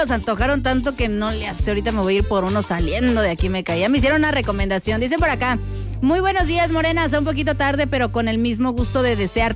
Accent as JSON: {"language": "Spanish", "town": "San Juan del Río", "region": "Querétaro", "country": "Mexico", "said": "de San Juan del Río."}